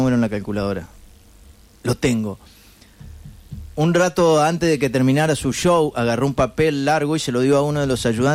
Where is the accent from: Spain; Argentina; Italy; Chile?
Argentina; somos Argentina